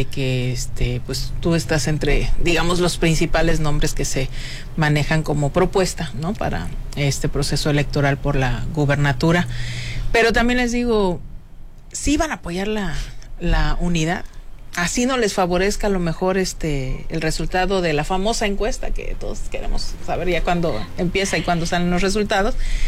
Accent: Guerrero, Mexico; also born or lived in Monterrey / Cuernavaca; somos todavía mucho más pocos los que decidimos regresar a Guerrero

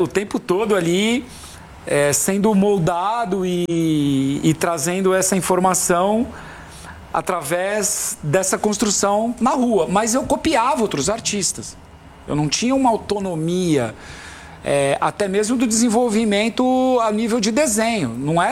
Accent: São Paulo, Brazil; Sem a cidade de São Paulo, sem a periferia onde eu nasci

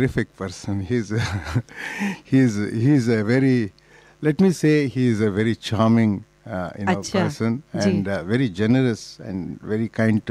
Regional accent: South India, India; Hindi is a second language; मैं पहले ही बोलता हूँ, मैं दक्षिण भारत से हूँ, मैं थोड़ा तो रुक रुक रुक के हिंदी में बोल सकता हूँ

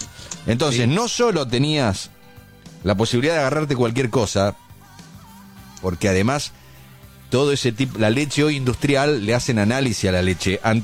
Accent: Chilecito, La Rioja, Argentina; born there; de La Rioja, de Chilecito.

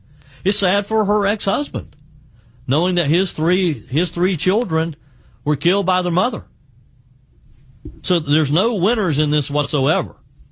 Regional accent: South Carolina, United States; Let's start with Beverly, who is in my home state of South Carolina.

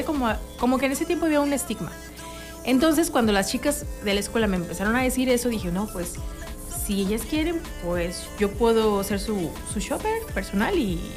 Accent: Coatzacoalcos, Veracruz, Mexico; moved away as an adult; yo crecí con eso ahí en Coatzacoalcos

